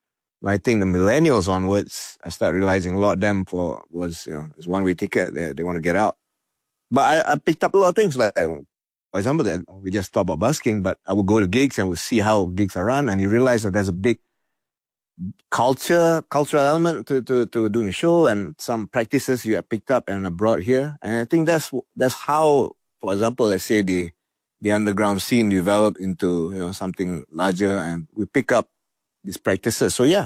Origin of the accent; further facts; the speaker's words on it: Adelaide, South Australia, Australia; also born or lived in United States; So I grew up in Adelaide as a kid. So I came up with all thick Aussie slang. That was my first language. Then later on, in primary school, they went to the US to do a sabbatical.